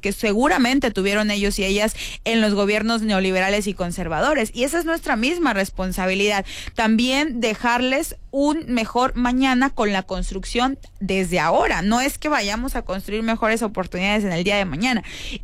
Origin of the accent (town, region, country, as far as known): Mexico